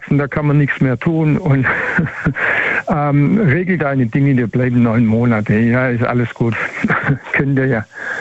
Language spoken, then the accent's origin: German; Schwäbisch Gmünd, Baden-Württemberg, Germany; Aus Schwäbisch Gmünd.